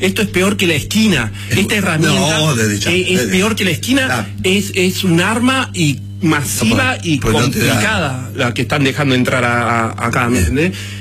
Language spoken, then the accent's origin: Spanish; Córdoba, Argentina; yo soy de Barrio Arenales, Córdoba, y no llegué a jugar en la primera de Barrio Arenales.